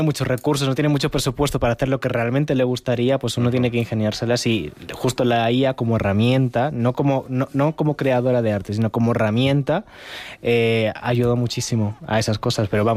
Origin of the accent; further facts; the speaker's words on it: La Guardia, Spain; cuando me preguntaba la gente, oye, ¿de dónde eres yo, La Guardia?